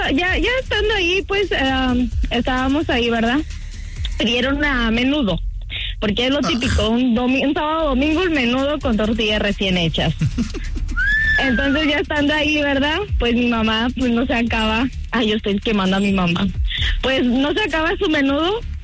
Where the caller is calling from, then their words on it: Inglewood, California, United States; Aquí en Los Ángeles, en Inglewood.